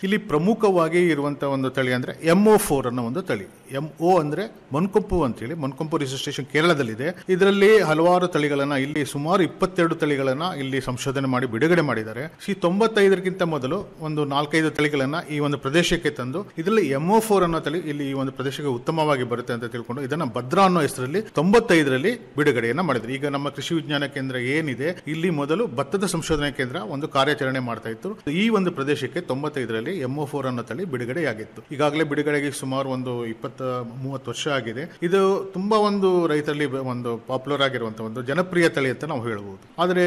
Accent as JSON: {"language": "Kannada", "area": "Dakshina Kannada district", "region": "Karnataka", "country": "India", "said": "ಇದೊಂದು ನಮ್ಮ ದಕ್ಷಿಣ ಕನ್ನಡ ಜಿಲ್ಲೆಯ ಸಂಸ್ಕೃತಿ ಮತ್ತು ಪರಂಪರೆಯ ಒಂದು ಭಾಗ ಅಂತ ನಾವು ಹೇಳ್ಬೋದು."}